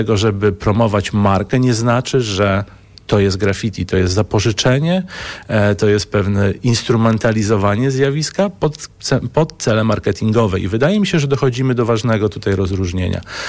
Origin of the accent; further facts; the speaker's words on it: Lublin, Lublin Voivodeship, Poland; Pochodzę z Lublina.